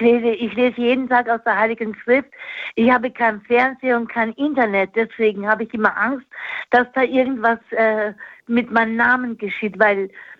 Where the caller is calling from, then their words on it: Nuremberg, Bavaria, Germany; ich wohne in Nürnberg.